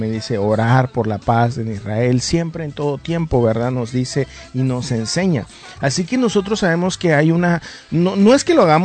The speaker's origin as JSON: {"language": "Spanish", "country": "Mexico", "moved": "yes", "lives_now": "Nashville, United States", "said": "cuando estaba en mi tierra"}